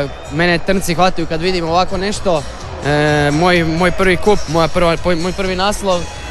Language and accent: Croatian; Pula, Istria County, Croatia; now in Zagreb, Croatia; došao sam iz malog mjesta, iz Pule